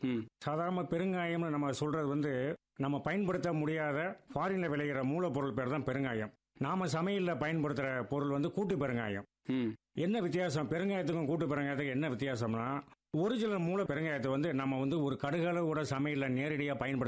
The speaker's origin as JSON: {"language": "Tamil", "town": "Madurai", "region": "Tamil Nadu", "country": "India", "tie": "born or raised there", "said": "என்னுடைய சொந்த ஊர் மதுரை தான்."}